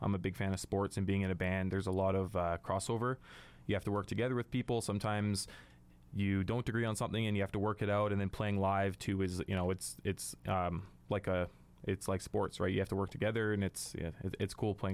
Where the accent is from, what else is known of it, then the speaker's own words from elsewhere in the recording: Terrace, British Columbia, Canada; born there; now in Prince George, Canada; I've been in Prince George for 12 years. I was born in Terrace.